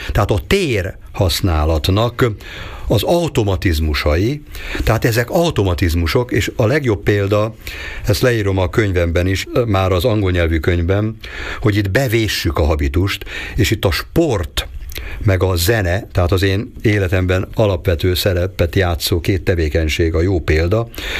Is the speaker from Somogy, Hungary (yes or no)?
no; Budapest, Hungary; Tehát én is úgy nőttem föl, hogy a nagyapám, aki a pátriárka volt a családban, 3 generáció élt együtt egy nagy lakásban, nagyszülők, szüleim, az anyámnak a nővére, az ő 2 gyereke, még 9-en laktunk együtt egy nagy lakásban Budapesten